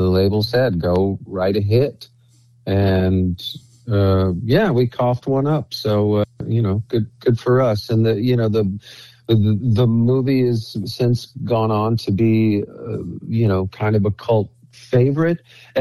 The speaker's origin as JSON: {"language": "English", "region": "Arizona", "country": "United States", "tie": "born or raised there", "said": "And to have a street in my hometown named after my song, I might be the only songwriter in Arizona history that has a street named after one of his songs."}